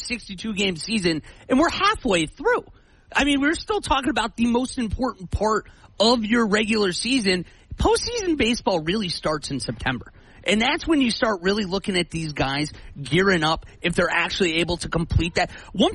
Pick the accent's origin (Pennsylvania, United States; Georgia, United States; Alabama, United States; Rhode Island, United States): Pennsylvania, United States; Pittsburgh; I'm from Pittsburgh, so I know there's some bias here